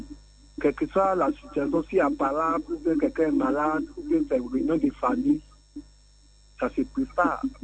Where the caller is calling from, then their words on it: Abidjan, Côte d’Ivoire; je vous appelle de Williamsville.